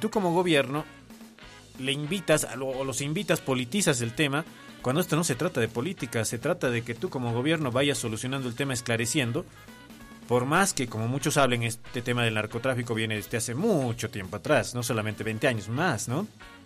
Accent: Bolivia; como muchos de nosotros que nos hemos sentido avergonzados como bolivianos

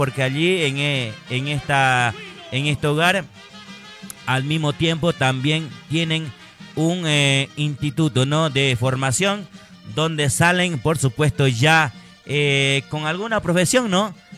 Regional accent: Bolivia

